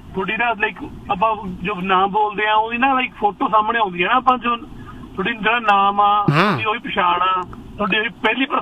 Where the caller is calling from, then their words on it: Faridkot, Punjab, India; ਮੈਂ ਮਾਲਵੇ ਤੋਂ, ਫਰੀਦਕੋਟ ਤੋਂ।